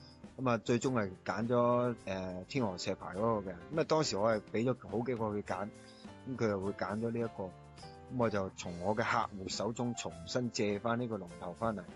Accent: Guangdong, China; 我哋广府人

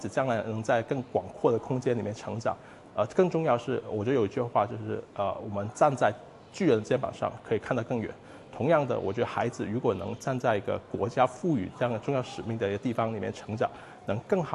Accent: Macau; 因为我从小是在澳门长大的，澳门大家都知道是一个地少人多的一个地方

